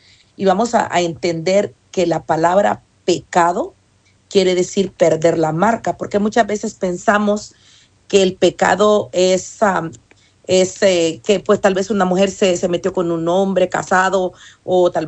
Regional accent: United States; muchas veces se nos pasan los altos, especialmente cuando somos de Estados Unidos.

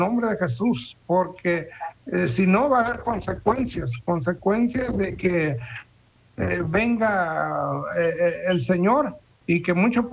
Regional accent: Mexico; yo soy mexicano

